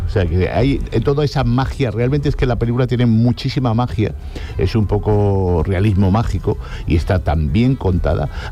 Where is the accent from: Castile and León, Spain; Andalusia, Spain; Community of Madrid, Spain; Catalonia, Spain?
Andalusia, Spain; Jerez de la Frontera; Y sabes que yo soy de Jerez